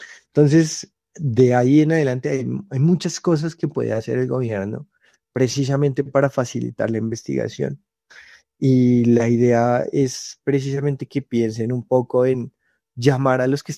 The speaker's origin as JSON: {"language": "Spanish", "country": "Colombia", "said": "Nadie va a resolver los problemas de los colombianos si no somos los colombianos."}